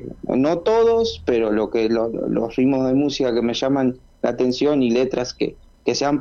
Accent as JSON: {"language": "Spanish", "town": "Cebollatí", "region": "Rocha", "country": "Uruguay", "tie": "born or raised there", "said": "yo soy de Cebollatí, nací y crecí en Cebollatí."}